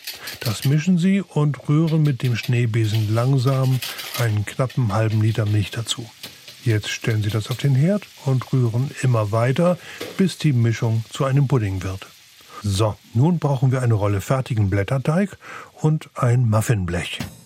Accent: Northern Germany, Germany; als Norddeutsche

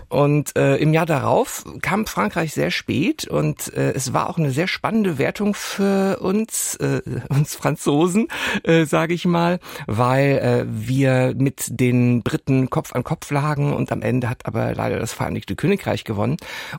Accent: Hesse, Germany; first language French; Ich bin im Hessischen groß geworden, in einem 600-Seelendorf. Und wenn man da mit einem französischen Akzent in die Schule gegangen ist, war man schon der Exot.

